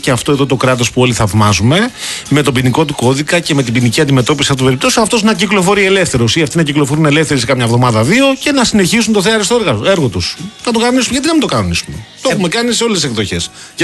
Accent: Greece; Θα μου πείτε, εμείς είμαστε Έλληνες, τι δουλειά έχουμε να συζητάμε γιατί.

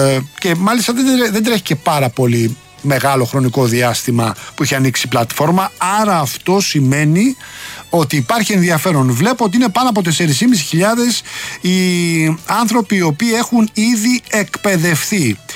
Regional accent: Rafina, Attica, Greece; εκεί στην πατρίδα μου, στο λιμάνι της Δραφίνας

